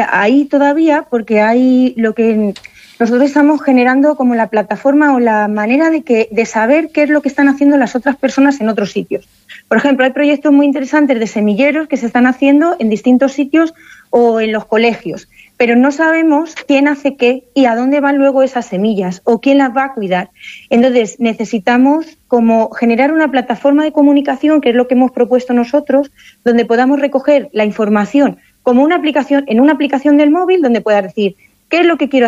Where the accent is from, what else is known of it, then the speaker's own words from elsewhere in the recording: Castile and León, Spain; Yo soy de Castilla-La León y tú eres de Castilla-La Mancha.